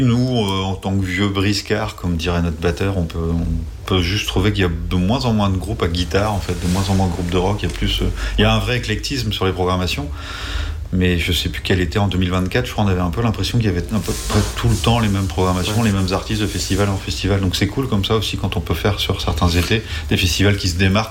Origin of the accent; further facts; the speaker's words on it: Brittany, France; on se moque souvent en tant que breton du nom des festivals, mais en fait, on a les vieilles charrues.